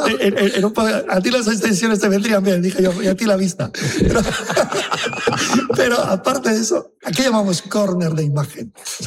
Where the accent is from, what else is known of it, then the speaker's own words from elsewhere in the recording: Getxo, Basque Country, Spain; como soy de Getxo.